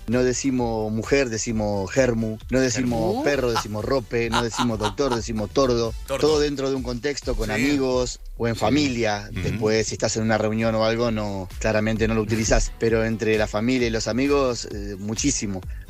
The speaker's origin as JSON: {"language": "Spanish", "region": "Buenos Aires", "country": "Argentina", "said": "soy de Buenos Aires. Y nosotros los argentinos tenemos una particularidad."}